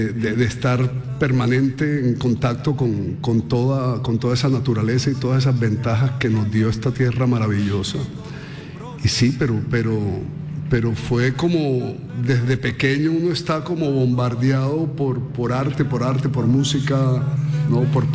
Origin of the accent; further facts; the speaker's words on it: Santa Marta, Magdalena, Colombia; moved away; Feliz de estar en mi tierra, además, en Santa Marta.